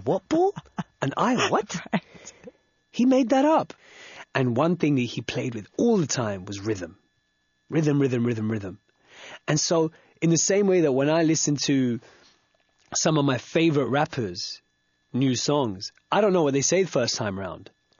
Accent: Wembley, London, United Kingdom; So I grew up in, in the mid-90s in the UK. I grew up in Wembley.

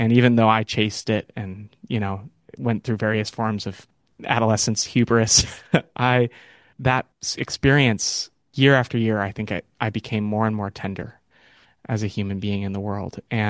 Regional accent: California, United States; born or raised there

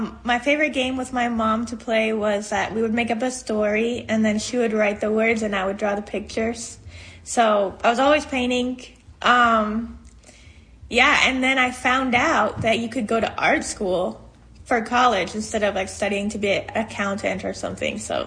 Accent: Senegal; moved away as an adult; also born or lived in Seattle / Alabama; now in Birmingham, Alabama, United States; I'm an oil painter. I grew up in Senegal in West Africa, and I moved to the States when I was 18 to go to art school in Seattle.

